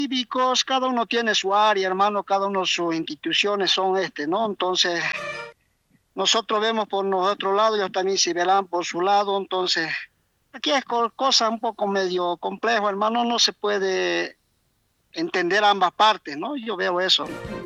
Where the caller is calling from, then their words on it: Bolivia; como bolivianos también.